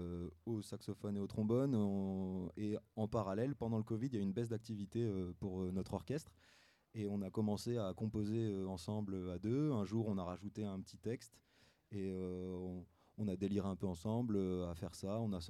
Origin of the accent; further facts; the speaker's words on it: Auvergne-Rhône-Alpes, France; On est tous de Haute-Savoie.